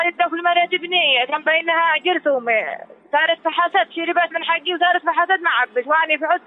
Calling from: Sanaa, Amanat Al Asimah, Yemen; من صنعاء، من هنا

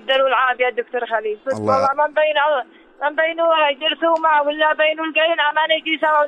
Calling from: Sanaa, Amanat Al Asimah, Yemen; من صنعاء، من هنا

